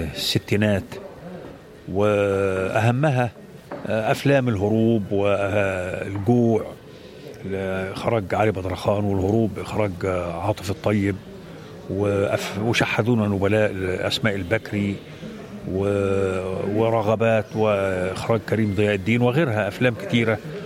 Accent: Cairo Governorate, Egypt; عندنا في القاهرة

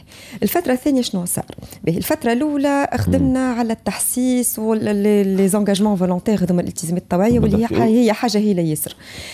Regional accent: Tunisia

